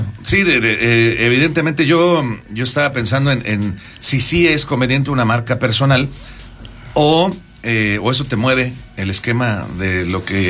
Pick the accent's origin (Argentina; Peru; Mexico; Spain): Mexico; yo soy mexicano, yo soy mexicano